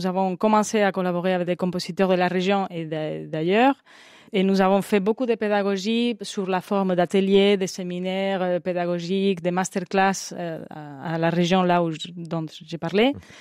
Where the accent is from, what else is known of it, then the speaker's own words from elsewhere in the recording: southern Spain, Spain; French is a second language; moved away; Nous venons de l'Espagne, tous les deux du Sud. Et nous avons fait nos études supérieures au Conservatoire supérieur de Badajoz, où nous nous sommes rencontrés.